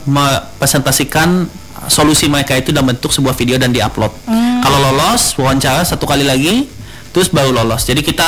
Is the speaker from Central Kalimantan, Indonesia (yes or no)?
yes; Central Kalimantan, Indonesia; kita sebagai mungkin yang mendengar ini anak-anak daerah, kita dari Kalimantan Tengah, jangan pernah merasa kecil, jangan pernah karena kita bukan berada di ibu kota kita tidak bisa berdampak